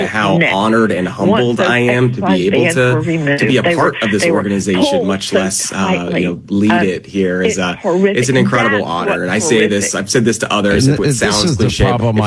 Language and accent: English; Denver, Colorado, United States; also born or lived in Salt Lake City, United States; I grew up in Denver, lived in Salt Lake for a long time